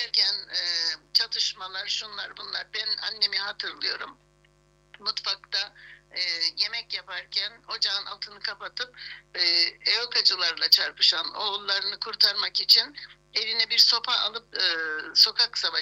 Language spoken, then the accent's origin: Turkish; Larnaca, Larnaca District, Cyprus; moved away as an adult; also born or lived in Paphos; 1953 yılında BAF'ta doğdum. BAF'ta 8 yaşına kadar BAF'ta yaşadım. Okula gittim. İlkokula başladım orada. Daha sonra Larnaka'ya göç ettik. Larnaka'da yaşamaya başladık. 74 yılına kadar.